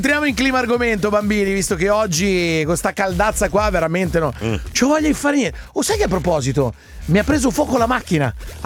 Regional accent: Lodi, Lombardy, Italy; Così mi geolocalizzo meglio. Sono di Lodi.

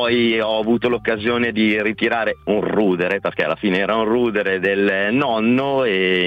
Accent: Brianza, Lombardy, Italy; io sono nato e cresciuto in Brianza, ma mio papà è siciliano

